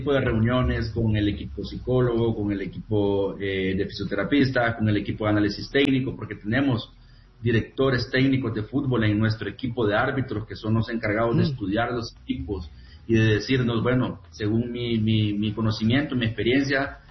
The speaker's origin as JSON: {"language": "Spanish", "region": "Santa Ana", "country": "El Salvador", "said": "Bueno, como soy de Santa Ana, yo entreno en las canchas del Taex Finca Modelo"}